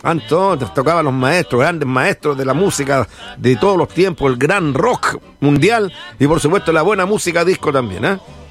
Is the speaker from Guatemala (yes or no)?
no; Rapel, O'Higgins, Chile; a toda la gente de mi pueblo querido Rapel, también que nos escuchan por ese lugar